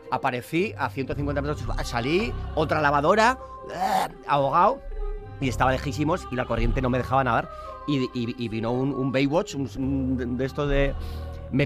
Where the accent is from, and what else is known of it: San Sebastián, Basque Country, Spain